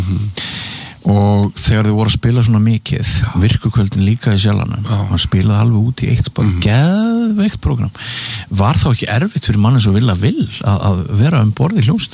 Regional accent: Iceland; það er sko, ég er að norðan

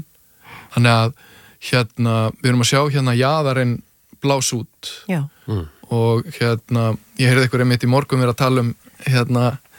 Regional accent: Hafnarfjörður, Capital Region, Iceland; ég ólst upp í Hafnarfirðinum að golfklúbbur Keili bara byrjaði þar 7-8 ára gamall.

